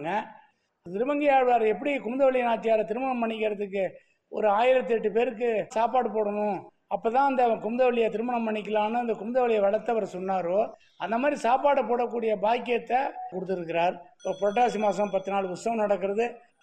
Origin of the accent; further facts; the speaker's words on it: Annan Perumal Kovil, Tamil Nadu, India; என்னுடைய சொந்த ஊர் அண்ணன் பெருமாள் கோயில்.